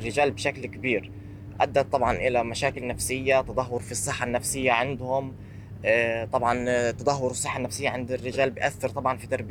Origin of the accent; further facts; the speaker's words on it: Gaza Strip, Palestine; عندنا في غزة